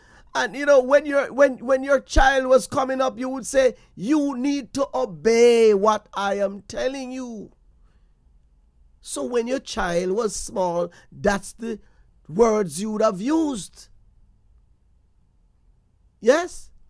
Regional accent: Jamaica; And sometimes, look, as a Jamaican, yes, there are days then we as parents growing, when our parents was growing up, and we as children, we would listen to the elders in our community.

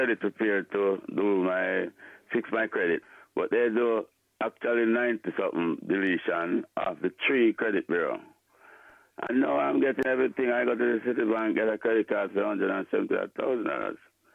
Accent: Jamaica; I'm a Jamaican

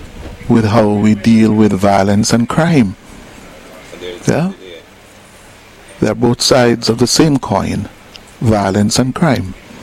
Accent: Jamaica; Growing up in Jamaica, I'll never forget my first encounter with a face of violence and crime. I was a boy no more than about 6 or 7 years old at the time, living in Jonestown

